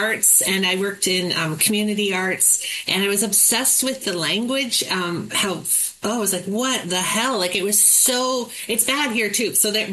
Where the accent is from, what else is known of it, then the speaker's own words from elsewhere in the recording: Kamloops, British Columbia, Canada; Because I love shitty metal, but I grew up in Kamloops.